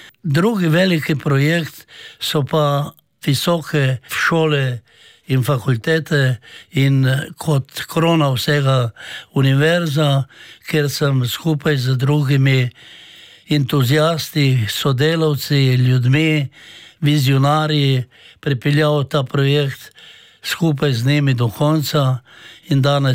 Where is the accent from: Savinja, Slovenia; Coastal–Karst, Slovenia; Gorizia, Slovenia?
Coastal–Karst, Slovenia; Koper; jaz sem rojen v Pradah, živel sem v pobegih, v nižjo gimnazijo sem hodil v Koper.